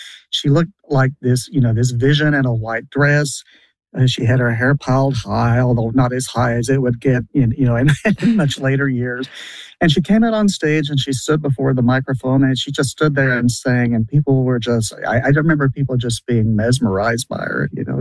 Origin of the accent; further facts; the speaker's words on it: Whitesburg, Kentucky, United States; And so the year before he and … came into my hometown, he hired … to be his girl singer, which is what they called them back in those days.